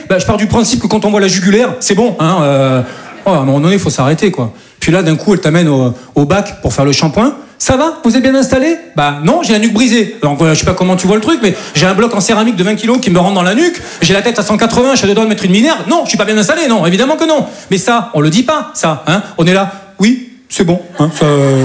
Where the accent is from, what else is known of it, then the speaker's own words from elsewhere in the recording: south of France, France; now in Paris, France; Je dis ça parce que moi, je viens du sud de la France. Et chez nous, c'est un peu plus tranquille, quoi. Et voilà, je suis monté sur Paris